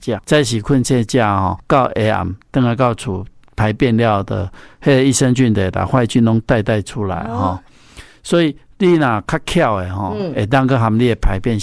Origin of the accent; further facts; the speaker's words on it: Taiwan; 它根本不会定植在我们台湾人的肠道。